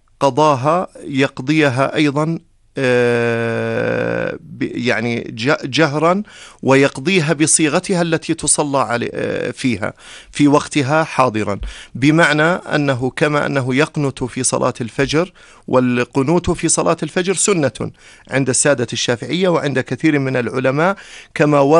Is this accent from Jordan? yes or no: yes; Jordan; ونحن من فضل الله عز وجل ومما من الله عز وجل علينا به في بلدنا الأردن